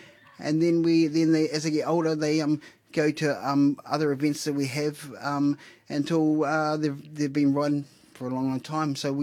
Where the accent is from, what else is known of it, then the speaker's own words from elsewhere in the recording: Plymouth, South West England, United Kingdom; now in Paekakariki, New Zealand; I'm from Plymouth, and I've been to a lot of places, and I've lived in a lot of places. But Paikakariki has a bunch of cool people.